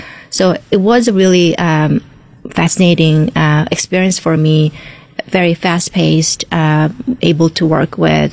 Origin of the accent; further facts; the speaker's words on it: South Korea; I mean, I think growing up in South Korea, I didn't know what are the career options that I had.